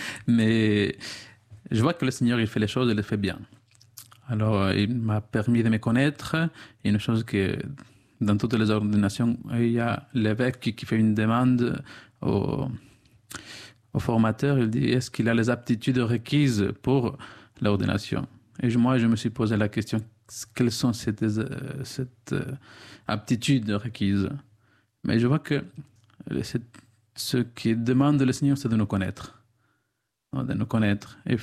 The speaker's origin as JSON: {"language": "French", "country": "Ecuador", "moved": "as an adult", "lives_now": "Bayonne, France", "said": "Je viens de l'Équateur, j'ai 30 ans. Bon, je viens d'une famille de 9 enfants. Moi, je suis le septième, alors entre le petit. Et voilà, je suis à Bayonne depuis 9"}